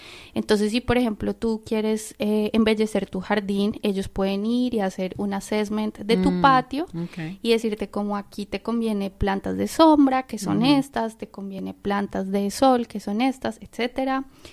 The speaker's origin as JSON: {"language": "Spanish", "region": "Bogotá", "country": "Colombia", "tie": "born or raised there", "moved": "yes", "lives_now": "Rochester, United States", "said": "yo crecí en Bogotá, que es la capital de Colombia, es una ciudad que tiene muchos árboles, pero que en realidad tú vives en conjuntos de edificios, no tanto en casas."}